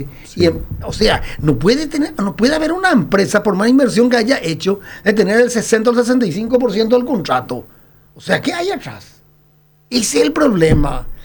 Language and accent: Spanish; Paraguay